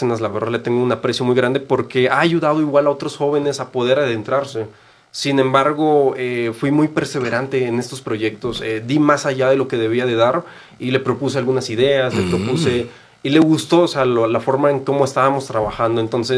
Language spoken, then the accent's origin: Spanish; Oaxaca, Mexico; moved away as an adult; now in Mexico City, Mexico; yo vengo de la costa de Oaxaca